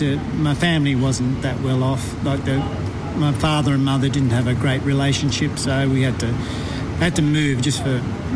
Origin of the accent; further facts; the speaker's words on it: Tomerong, New South Wales, Australia; born there; At that stage, we were near Nowra, yeah, which is... So we lived at Tomerong